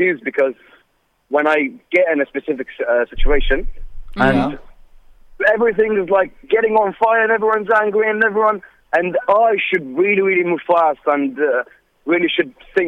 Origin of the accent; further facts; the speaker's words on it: Baghdad, Baghdad Governorate, Iraq; now in United States; I'm from Iraq, Baghdad. I live in the United